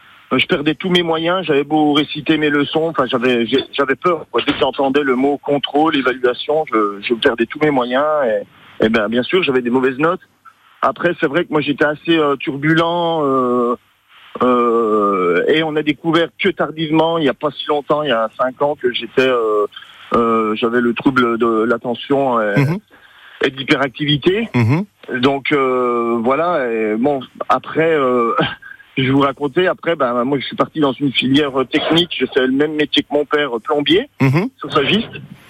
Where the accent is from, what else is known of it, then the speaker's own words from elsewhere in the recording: Martignat, Auvergne-Rhône-Alpes, France; now in Champagnac-de-Belair, France; c'était dans un petit village de l'Ain, moi je viens de l'Ain, du Haut-Bugey, à Martignat exactement. Et un petit village où tout le monde se connaît